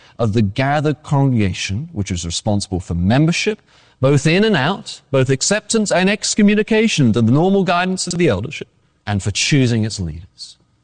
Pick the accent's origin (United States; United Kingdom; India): United Kingdom; England; accent: English; moved away; I am English. And I only mention it because I've had a few people tell me recently how much they like my accent.